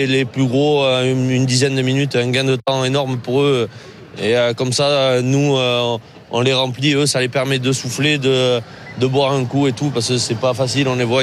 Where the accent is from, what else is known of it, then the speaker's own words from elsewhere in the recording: Nouvelle-Aquitaine, France; ça aurait été chez nous dans le Médoc, on aurait été content qu'il y ait plein de gens qui viennent nous aider